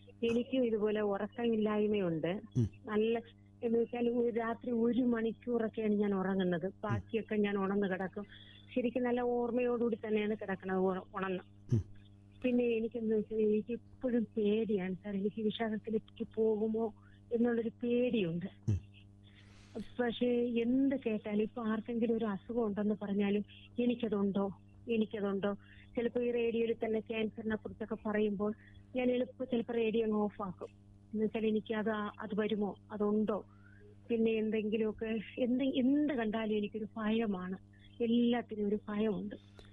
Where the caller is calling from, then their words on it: Karamana, Kerala, India; ഞാൻ കരമനയിൽ നിന്നാണ് വിളിക്കുന്നത്.